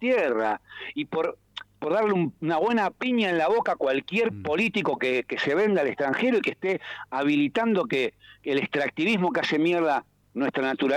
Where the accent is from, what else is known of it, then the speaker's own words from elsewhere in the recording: Argentina; Hay que salir a tener huevos como pueblo argentino